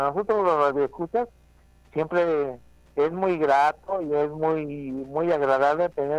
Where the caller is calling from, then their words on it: Mexico; somos mexicanos, tenemos tradiciones muy arraigadas